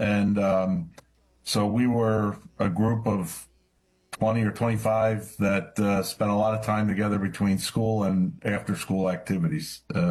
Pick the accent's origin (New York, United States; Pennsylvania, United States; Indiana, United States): Pennsylvania, United States; Havertown; I'm from Havertown, Pennsylvania. I'm one of five, and I'm the oldest of five